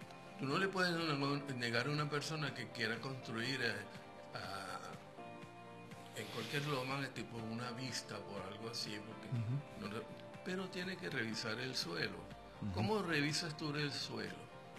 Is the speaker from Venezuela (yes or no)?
yes; Venezuela; ahí había habíamos como 30 venezolanos, jóvenes, todos, ¿qué? 23, 24 años, 25 años.